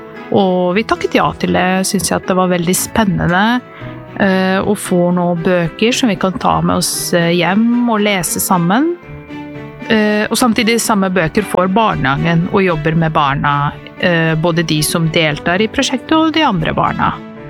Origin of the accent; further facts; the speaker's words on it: Serbia; first language Serbian; Norwegian is a second language; moved away as an adult; now in Norway; Jeg kom til Norge fra Serbia I 2004. Kom som utvekslingsstudent. Å komme til Norge var veldig annerledes fra der hvor jeg kommer fra.